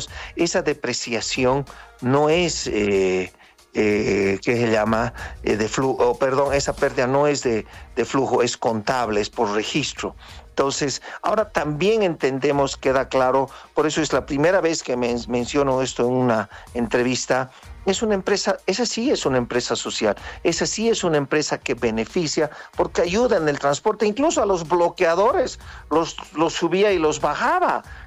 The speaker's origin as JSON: {"language": "Spanish", "region": "Potosí", "country": "Bolivia", "said": "Yo soy potosino."}